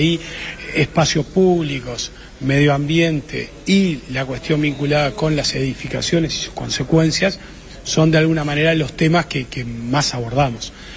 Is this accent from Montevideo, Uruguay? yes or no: yes; Montevideo, Uruguay